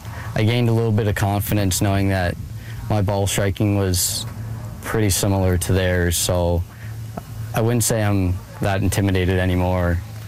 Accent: New Brunswick, Canada; my first event to be in my hometown.

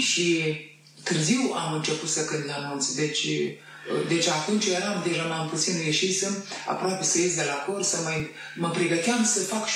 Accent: Romania; moved away as an adult; now in Germany; Din România am plecat într-un turneu.

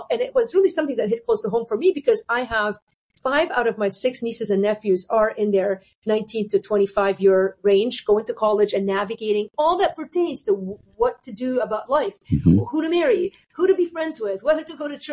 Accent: Lebanon; born or raised there

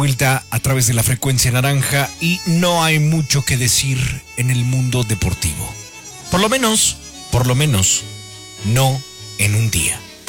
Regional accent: Mexico; el Mundial sea en mi país, ¿no? Porque el Mundial sea aquí en México.

